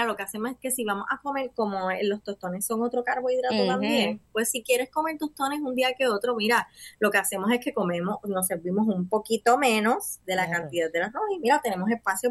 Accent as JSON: {"language": "Spanish", "country": "Puerto Rico", "said": "me incluyo como boricua"}